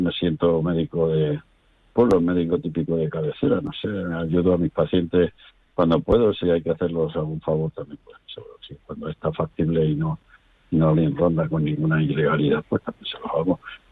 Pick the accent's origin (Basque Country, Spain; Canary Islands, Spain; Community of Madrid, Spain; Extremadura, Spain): Extremadura, Spain; Casatejada; Yo soy extremeño, soy de un pueblo de Cáceres que se llama Casa Tejada, donde eran mis padres y mis antepasados.